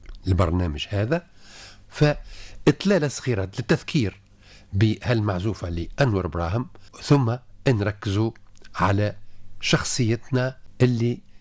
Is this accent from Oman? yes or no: no; Tunisia